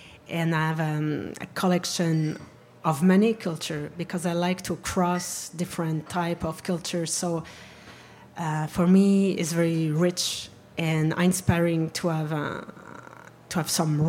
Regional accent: Quebec, Canada; first language French; English is a second language; as a Québécois, Francophone

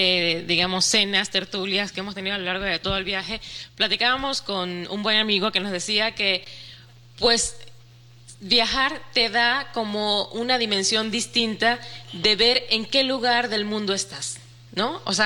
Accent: Venezuela; now in Mexico City, Mexico; en mi caso, de donde vienes, venezolana

